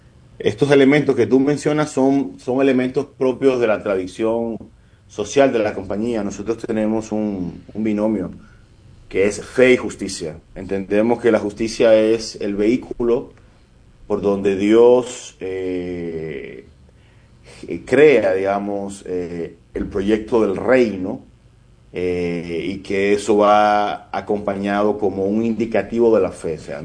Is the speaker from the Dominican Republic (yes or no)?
yes; Cibao, Dominican Republic; las personas del Cibao Central hemos construido nuestras ciudades en medio de esa falla